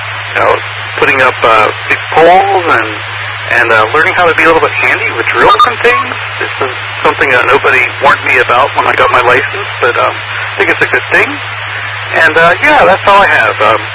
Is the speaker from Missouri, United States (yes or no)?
no; Folsom, California, United States; now in Freeland, United States; I'm from Folsom. I moved up here to Freeland and Whidbey Island in the last year, but I used to be in Folsom, which is right next door to El Dorado Hills.